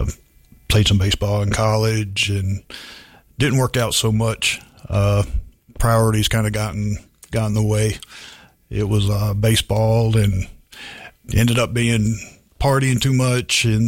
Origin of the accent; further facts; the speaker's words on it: Augusta, Georgia, United States; I'm from Augusta originally, awesome. Born and raised. Went to Westside High School.